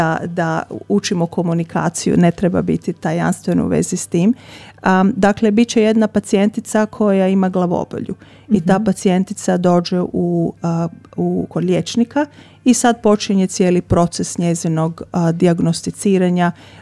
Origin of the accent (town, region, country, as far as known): Croatia